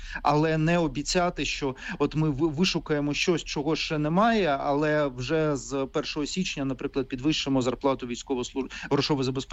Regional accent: Kyiv, Ukraine; там я як киянин це бачу постійно протягом всіх років війни

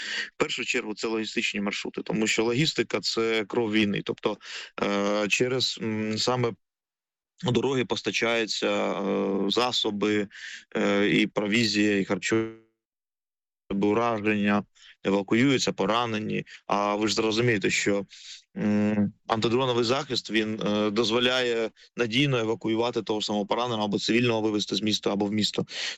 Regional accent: Pavlohrad, Dnipropetrovsk Oblast, Ukraine; Я сам родом з міста Павлоград

